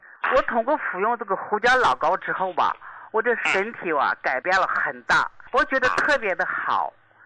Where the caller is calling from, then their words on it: Shaanxi, China; 我是陕西的一名听众。